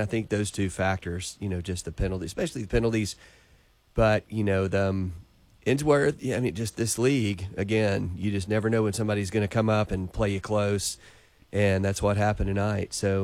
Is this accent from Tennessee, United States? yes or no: yes; Bradley County, Tennessee, United States; I mean, I grew up in Bradley County. Bradley-Cleveland was always a huge rivalry as well